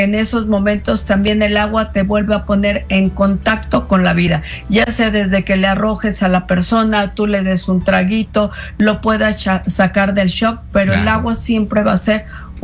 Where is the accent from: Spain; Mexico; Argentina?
Mexico